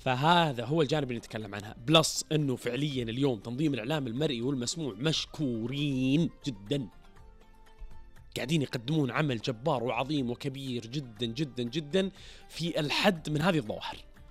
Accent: Saudi Arabia; كرامتي أنا كسعودي وعربي أصيل

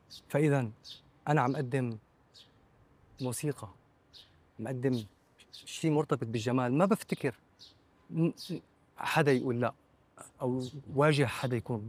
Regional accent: Syria; الذائقه متنوعه نحن عندنا بسوريا

